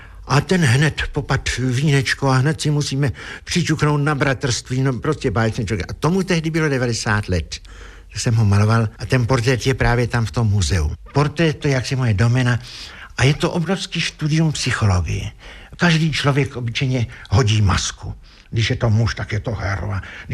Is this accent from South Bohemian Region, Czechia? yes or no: yes; Písek, South Bohemian Region, Czechia; born there; Narodil jsem se v Písku, a sice v rolnické škole, můj otec tam byl profesorem